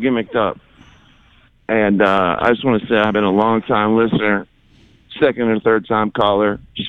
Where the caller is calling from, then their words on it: Bradenton, Florida, United States; I'm a single parent. I live in Bradenton. I've been listening since the 90s.